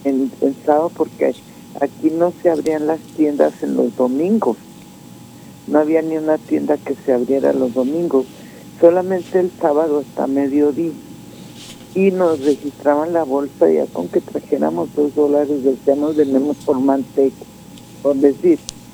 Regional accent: Ciudad Juárez, Chihuahua, Mexico; born there; Yo nací en Juárez. Ya voy casi a cumplir los 80

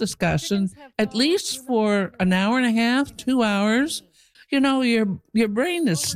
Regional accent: Quebec, Canada; moved away; I'm a retired teacher. I'm originally from Quebec

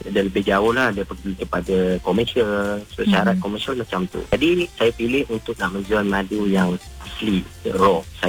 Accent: Kampung Sedim, Kedah, Malaysia; Ladang madu kelulut asli Durani yang paling besarnya dekat Kedah, dekat kampung halaman saya, iaitu di Kampung Sedim, Kudim Kedah, dan juga Kampung Bikan.

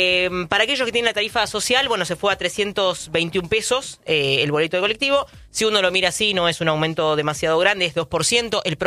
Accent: Catamarca, Argentina; yo que soy de Catamarca

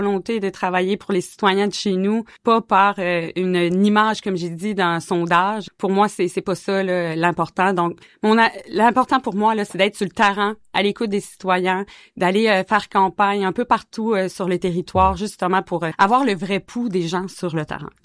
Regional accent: Havre-Saint-Pierre, Quebec, Canada; also born or lived in Trois-Rivières; c'était clair que je voulais revenir chez moi, à Saint-Pierre.

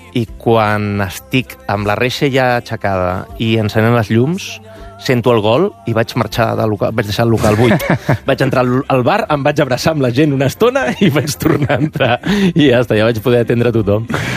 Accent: Manresa, Catalonia, Spain

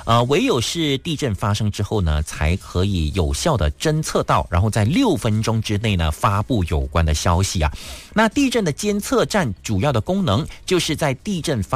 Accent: Malaysia; 保护到我们马来西亚人的权益啊

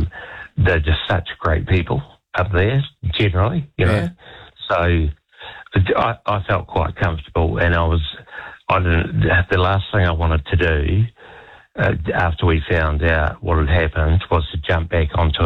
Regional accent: New Zealand; Because, you know, being a Kiwi, back in those days, it still is now, really, our biggest ally was the US.

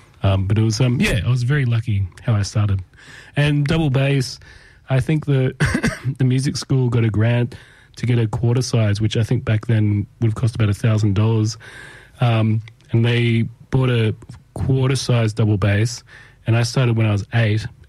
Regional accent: Tamworth, New South Wales, Australia; I grew up in Tamworth, yes.

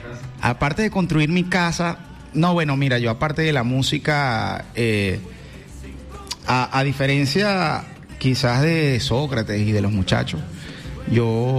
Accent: Barquisimeto, Lara, Venezuela; Soy de Barquisimeto, catalogada la capital musical de Venezuela.

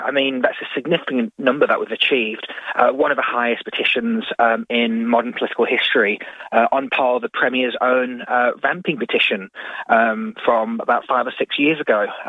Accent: Isle of Man; now in Australia; Look, I'm from the Isle of Man, Leith. I love the TT races.

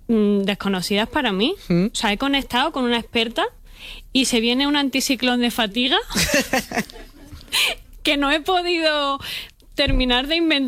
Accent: Málaga, Andalusia, Spain; Soy de Málaga.

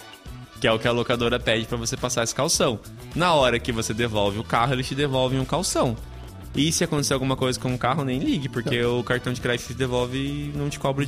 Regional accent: Brazil; sou brasileira

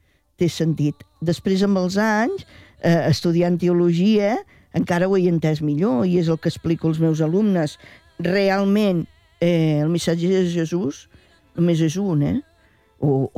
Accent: Reus, Catalonia, Spain

